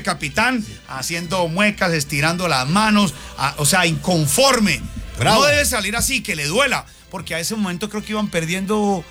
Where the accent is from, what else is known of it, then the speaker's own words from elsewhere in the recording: Colombia; Podemos hacer, claro, como civiles, ¿no? Claro, como colombianos.